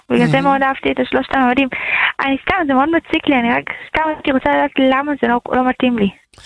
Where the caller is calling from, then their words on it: Or Yehuda, Tel Aviv District, Israel; באור יהודה.